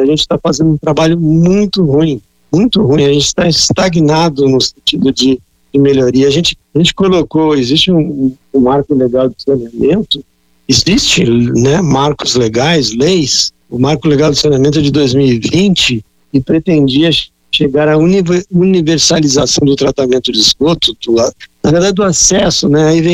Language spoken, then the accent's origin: Portuguese; Porto Alegre, Rio Grande do Sul, Brazil; moved away; eu sou de Porto Alegre originalmente